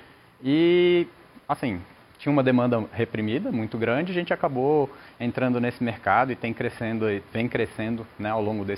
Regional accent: Brasília, Federal District, Brazil; eu sou de Brasília.

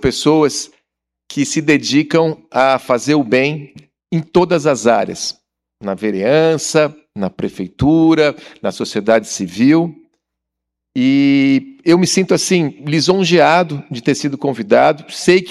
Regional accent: São Paulo, Brazil; eu sou do interior de São Paulo também

